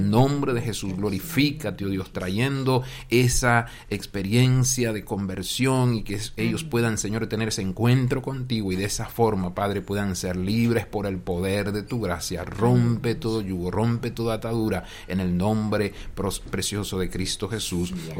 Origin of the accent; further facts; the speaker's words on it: Panama; now in Costa Rica; ahí en mi país, en Panamá